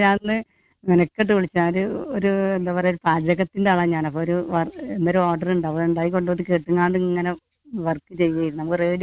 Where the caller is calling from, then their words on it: Tirunavaya, Kerala, India; ഞാൻ മലപ്പുറത്തു നിന്നാണ്. … മലപ്പുറം. മലപ്പുറം ജില്ലയിലെ തിരുനാവായ അടുത്താണ്.